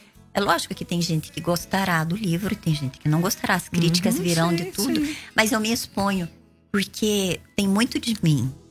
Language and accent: Portuguese; Telêmaco Borba, Paraná, Brazil; É a cidade onde eu nasci, é aqui onde eu aprendi a escrever, onde eu dei meus primeiros passos.